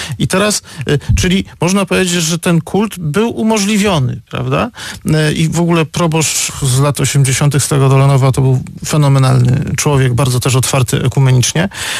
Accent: Odolanów, Greater Poland Voivodeship, Poland; Przecież ja się wychowałem w rzeczywistości katolickiej. Moja rodzina w Odolanowie, w południowej Wielkopolsce, była jedyną rodziną luterańską. Jeszcze były dwie pojedyncze osoby.

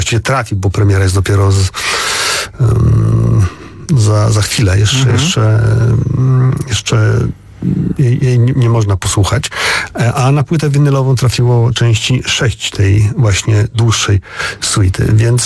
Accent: Warsaw, Masovian Voivodeship, Poland; No ja tutaj jako warszawiak zazdroszczę Opolu

